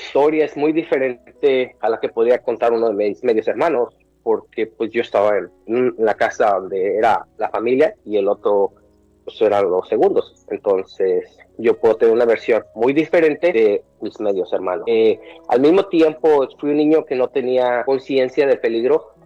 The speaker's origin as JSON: {"language": "Spanish", "town": "Ocareo", "region": "Michoacán", "country": "Mexico", "tie": "born or raised there", "moved": "as an adult", "lives_now": "Atlanta, United States", "said": "Estoy transmitiendo desde Atlanta, Georgia. Nací en México, en un pequeño pueblo que se llama Ocareo, Michoacán. Tengo 25 años en este país. Regresé muy joven, me vine muy joven de México."}